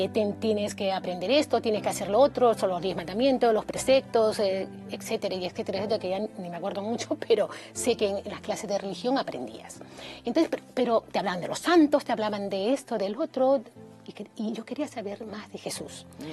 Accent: Lima, Peru; Yo he nacido en Perú, en Lima, y bueno, pues eso, éramos cuatro hermanos, tres mayores, yo la única mujer y la menor, mi padre, mi madre, y vivíamos al costado de una iglesia católica

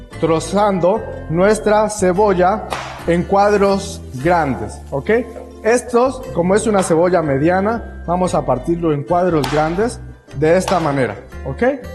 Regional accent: Venezuela; Soy de Venezuela y la verdad me ha encantado las riquísimas recetas que podemos encontrar ahí.

